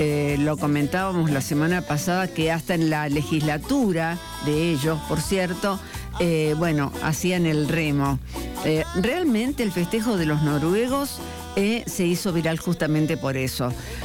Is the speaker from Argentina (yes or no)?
yes; Argentina